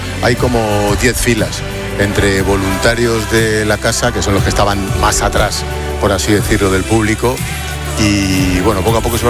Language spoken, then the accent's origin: Spanish; Madrid, Community of Madrid, Spain; para los que somos de Vallecas, de Carabanchel, de Cuatro Caminos, el que está en Madrid es de Madrid.